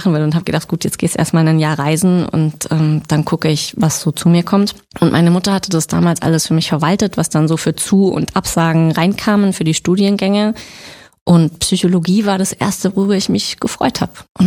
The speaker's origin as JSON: {"language": "German", "town": "Freiburg", "region": "Baden-Württemberg", "country": "Germany", "said": "Ich komme aus der Sonnenstadt, genau."}